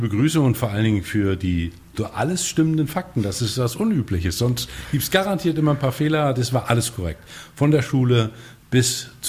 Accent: Tribsees, Mecklenburg-Vorpommern, Germany; Ja, Triebsees ist meine Heimatstadt gewesen. Ich sage immer ganz gerne, wir haben länger das Stadtrecht als Berlin, um eine Kleinigkeit zu sagen. Es ist eine Kleinstadt, die vor der Wende durchaus einen gewissen Aufschwung hatte.

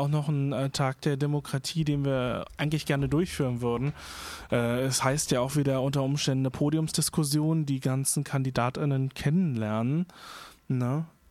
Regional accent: Berlin, Germany; also ich bin nicht gebürtiger Berliner, aber ich bin seit sehr klein aufgewachsen in Berlin.

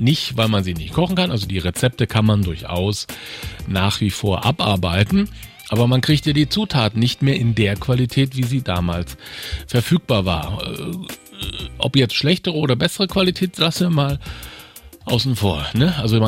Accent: Mecklenburg-Vorpommern, Germany; Und ich bin in Mecklenburg aufgewachsen und ich bin auch schon zu DDR-Zeiten in Mecklenburg aufgewachsen und war am Ende der DDR durchaus auch schon volljährig.

